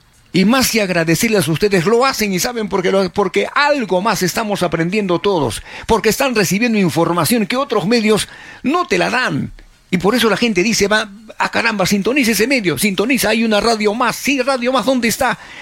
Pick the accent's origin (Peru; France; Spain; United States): Peru; ¿Qué cosa somos los peruanos, por Dios?